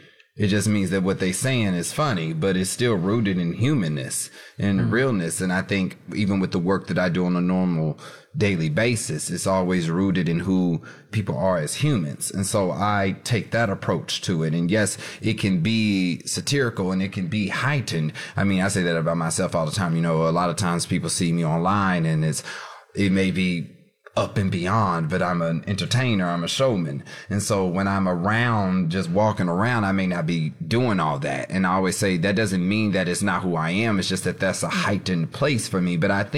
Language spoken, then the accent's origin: English; Kansas, United States; I'm from Kansas. I'm used to being Dorothy, stuck in the cyclone, trying to find my way to Oz.